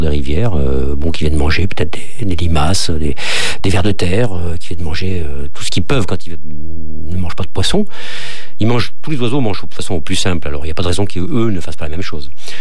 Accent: France; Chez nous, en France

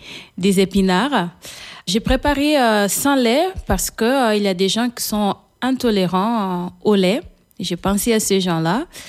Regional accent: Portugal; accent: Portuguese; French is a second language; moved away; also born or lived in São Tomé and Príncipe; non, je ne viens pas du Portugal, je viens de São Tomé et Príncipe. C'est mon pays d'origine.

